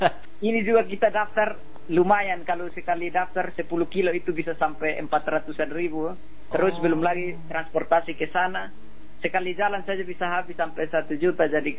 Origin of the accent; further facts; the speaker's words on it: Soe, East Nusa Tenggara, Indonesia; now in Bali, Indonesia; Pernah saya masih jadi atlet di NTT, pernah ikut lari di kampung saya di Soe.